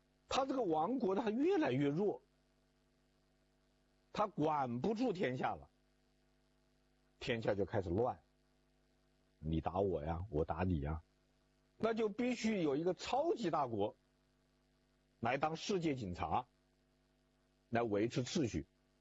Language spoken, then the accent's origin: Chinese; China; 我们中国人把它叫做天下